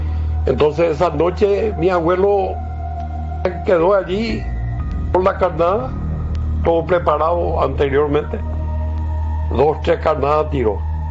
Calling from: Capiatá, Central, Paraguay; Y vivo en Capiatá, Capiatá de mis amores.

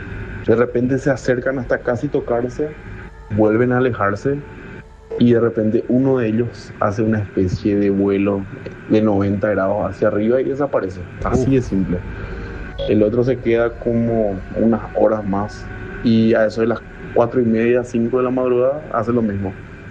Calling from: Ciudad del Este, Alto Paraná, Paraguay; yo soy de Ciudad del Este.

